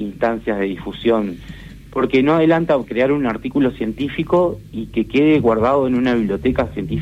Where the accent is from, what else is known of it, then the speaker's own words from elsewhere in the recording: Cerro Largo, Uruguay; born there; moved away; extraño mucho a mi pueblo, extraño mucho a la gente de Cerro Largo